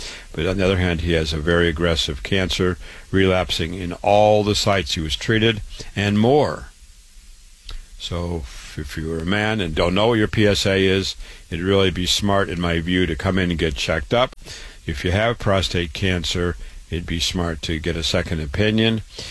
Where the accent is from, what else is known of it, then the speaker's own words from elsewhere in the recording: Waterloo, Iowa, United States; I was born and raised in Waterloo, Iowa. I went to public schools